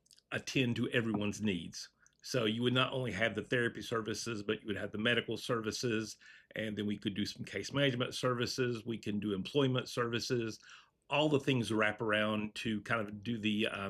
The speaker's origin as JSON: {"language": "English", "region": "Kentucky", "country": "United States", "tie": "born or raised there", "said": "I was born and raised in Kentucky. So I grew up in Carter County. I currently live in Boyd County."}